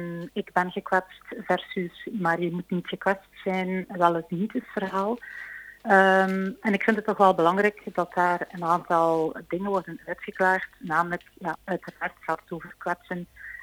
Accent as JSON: {"language": "Dutch", "country": "Belgium", "tie": "born there", "said": "Ik ben Chinees, Indonesische, Belgische. Ik ben geboren in België. Mijn vader is afkomstig uit Indonesië, maar heeft Chinese roots. De hele familie is eigenlijk Chinees, maar al begin van de jaren 1900 eigenlijk naar Indonesië gemigreerd."}